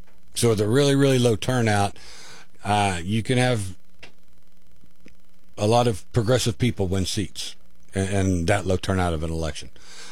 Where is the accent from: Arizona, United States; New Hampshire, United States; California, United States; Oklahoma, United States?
Oklahoma, United States; Norman; I'm originally from Norman, and I've seen just the change in the last 10 years has been pretty shocking, honestly.